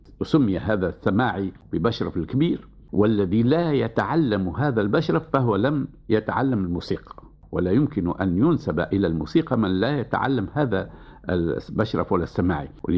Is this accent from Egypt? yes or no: no; Tunisia